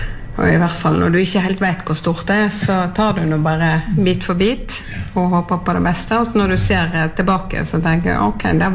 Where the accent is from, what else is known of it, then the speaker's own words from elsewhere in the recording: Sotra, Vestland, Norway; Opprinnelig så ja. Kommer jeg fra Sotra.